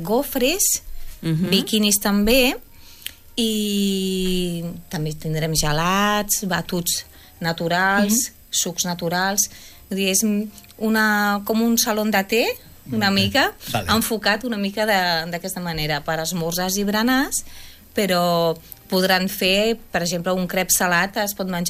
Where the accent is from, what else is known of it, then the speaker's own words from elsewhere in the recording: France; now in Catalonia, Spain; jo sóc francesa